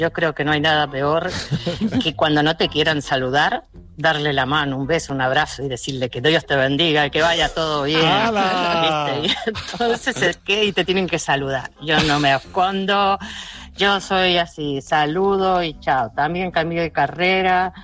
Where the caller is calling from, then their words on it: Fuerteventura, Canary Islands, Spain; Y soy de Fuerteventura, de este maravilloso Fuerteventura que me ha abierto las puertas y aquí estoy trabajando.